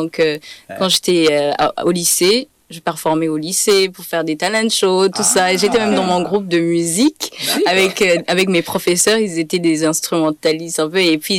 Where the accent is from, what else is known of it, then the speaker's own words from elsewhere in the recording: Burundi; first language Kirundi; French is a second language; déjà, c'est dans ma langue maternelle, le kirundi. Je suis burundaise, bien sûr.